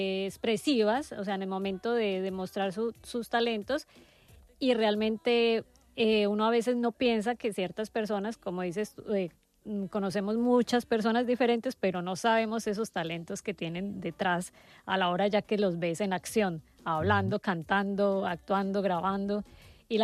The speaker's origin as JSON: {"language": "Spanish", "region": "Eje Cafetero", "country": "Colombia", "moved": "as an adult", "lives_now": "Palma de Mallorca, Spain"}